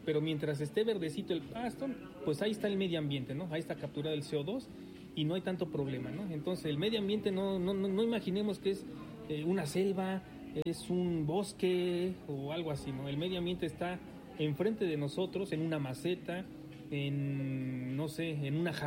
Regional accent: Mexico; nosotros como mexicanos

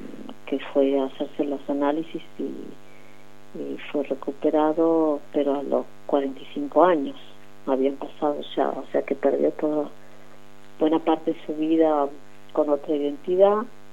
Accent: Santiago del Estero, Argentina; born there; cómo es que mi padre empezó en Santiago del Estero, nacimos en Santiago del Ester

